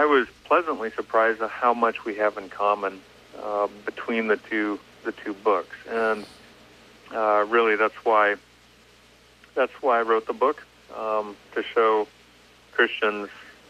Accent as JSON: {"language": "English", "region": "Midwest", "country": "United States", "tie": "born or raised there", "also_born_or_lived": "Nebraska / Azerbaijan", "moved": "as an adult", "lives_now": "Minnesota, United States", "said": "I grew up here in the Midwest, Nebraska and Minnesota, and really had no exposure to Islam. But when I moved overseas, I moved into the Caucasus first, in between Iran, Turkey, and Russia, and was working in Azerbaijan."}